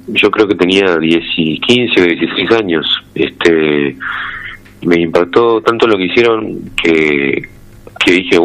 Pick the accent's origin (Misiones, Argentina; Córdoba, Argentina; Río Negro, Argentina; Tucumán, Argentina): Tucumán, Argentina; San Miguel de Tucumán; moved away as an adult; now in Buenos Aires, Argentina; yo soy tucumano también. Actualmente vivo acá en Buenos Aires.